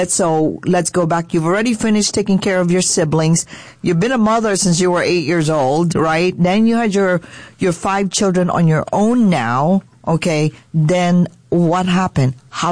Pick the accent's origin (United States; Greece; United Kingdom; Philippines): Philippines; We like to do this like unique twist on the show because I am Filipino. That's why we always say magandang sabado.